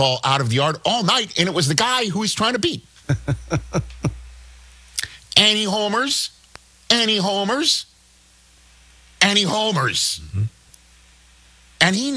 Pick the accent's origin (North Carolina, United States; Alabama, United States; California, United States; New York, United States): New York, United States; New York City; I'm from New York City. That's just up, you know, the Acela. That's just up the turnpike.